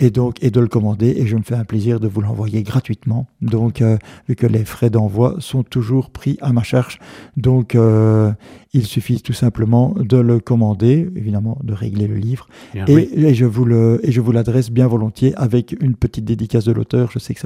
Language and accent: French; Namur, Wallonia, Belgium; je suis natif de Namur, et donc à partir de ce moment-là, je voulais rendre hommage quelque part à ma ville natale, parce que je trouve que c'est une ville où on se sent très bien, même si j'habite à 20 km maintenant, j'y suis très souvent.